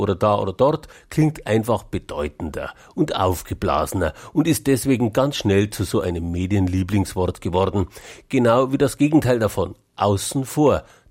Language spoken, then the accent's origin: German; Bavaria, Germany; Genau, bei uns in Bayern ist es halt einfach.